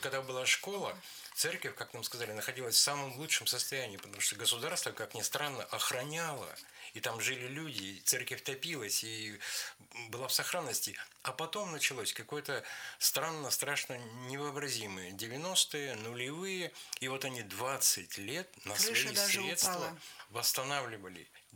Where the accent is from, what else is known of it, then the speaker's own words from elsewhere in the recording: Vologda, Vologda Oblast, Russia; мы с Сережей из Вологды, Березовую Слободку.